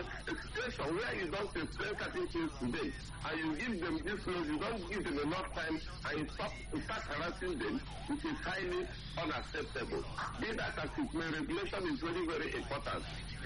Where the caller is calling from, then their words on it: Owerri, Imo, Nigeria; I'm calling from Owerri in Imo State.